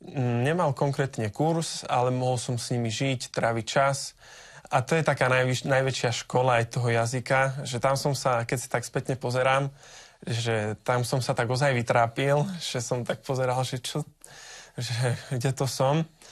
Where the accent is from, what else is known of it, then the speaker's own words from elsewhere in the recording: Dubnica nad Váhom, Trenčín Region, Slovakia; u nás v Dubnici v kostole